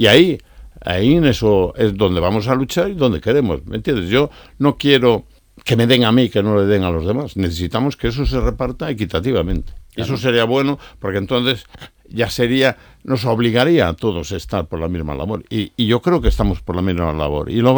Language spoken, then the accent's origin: Spanish; Galicia, Spain; Somos gallegos, todos somos gallegos.